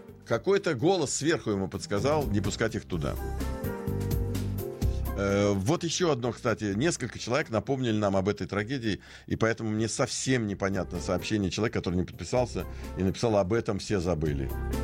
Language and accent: Russian; Ashkelon, Southern District, Israel; Добрый день … из Ашкелона. Я никогда не забуду, что произошло 25 лет тому назад.